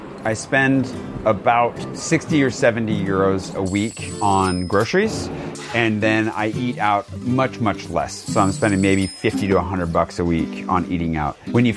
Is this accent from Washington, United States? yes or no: yes; Pullman, Washington, United States; now in Paris, France; I grew up in Pullman, Washington, a university town in eastern Washington, so close to Idaho that you could hit it with a potato.